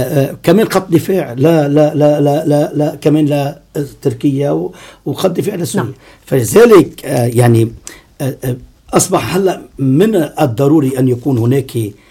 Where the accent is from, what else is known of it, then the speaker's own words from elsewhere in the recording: Lebanon; كلبنانيين نحن،